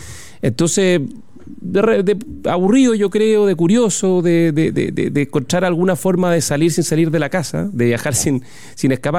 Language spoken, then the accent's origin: Spanish; Santiago, Santiago Metropolitan Region, Chile; born there; also born or lived in Talca; Me vine a Santiago, hice toda la básica en un colegio, en Inmaculada Concepción, un colegio subvencionado de la parroquia de la Inmaculada Concepción, acá en Vitacura.